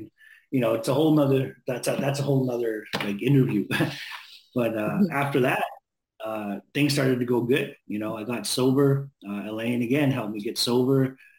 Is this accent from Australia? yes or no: no; Vancouver, British Columbia, Canada; moved away; also born or lived in Penticton; Oh, so I went from East Vancouver. You know, I grew up in East Van there where it was sort of rocky.